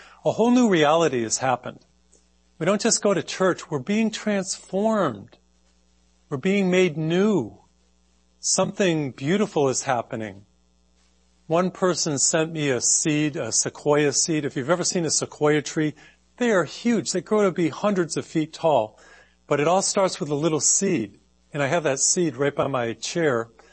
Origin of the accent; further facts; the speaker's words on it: Massachusetts, United States; I grew up in Massachusetts and we would have some of the coldest winters.